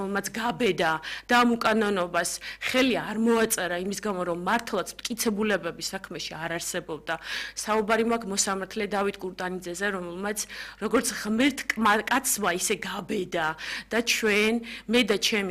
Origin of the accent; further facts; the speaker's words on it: Khobi, Samegrelo-Zemo Svaneti, Georgia; ჩვენ წარმოშობით ხობიდან ვართ